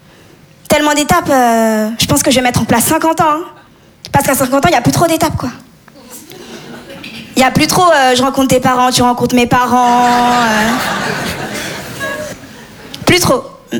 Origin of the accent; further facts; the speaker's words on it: Comoros; Je suis comorienne, mauraise malgache. C'est des îles dans l'océan Indien. Ce qui explique mon teint aussi.